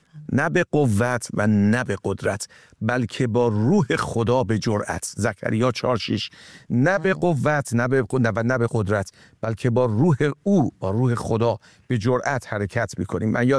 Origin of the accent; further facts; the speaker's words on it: Iran; moved away